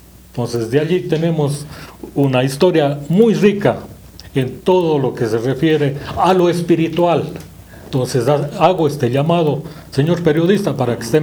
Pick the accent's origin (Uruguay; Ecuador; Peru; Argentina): Ecuador; Biblián, Cañar; moved away as an adult; now in Azogues, Ecuador; como biblianense que soy, vivo en Azogues algunas décadas, pero sigo siendo de Biblián.